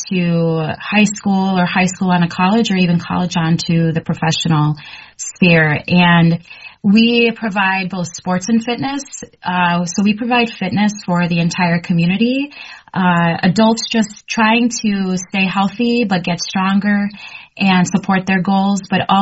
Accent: Florida, United States; moved away as an adult; I am actually originally from Florida, went to a small Christian school, K through 12

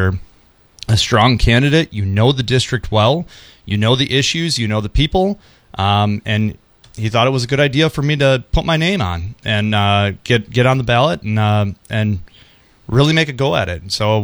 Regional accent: New Franken, Wisconsin, United States; I'm born and raised in New Franken. I still reside in, currently residing in back in my hometown of New Franken. I'm an Army combat veteran, small business owner

